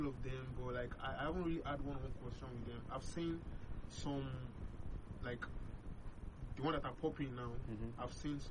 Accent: Kogi, Nigeria; I'm from Kogi State

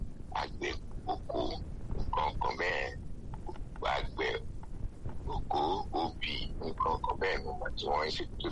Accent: Ondo, Nigeria; Ọmọ bíbí ìlú Ondo ni mi.

